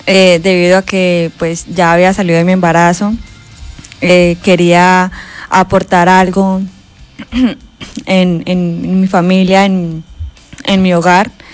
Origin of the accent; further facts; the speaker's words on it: Barrancabermeja, Santander, Colombia; moved away; nosotros somos nacidos y criados allá en Barranca.